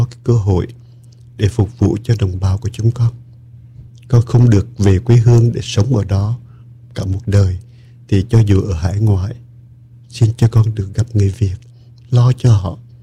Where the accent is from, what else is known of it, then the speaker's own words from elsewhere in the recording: Da Nang, Vietnam; moved away as an adult; Mình lớn lên quê hương, mình sinh ở Đà Nẵng nè.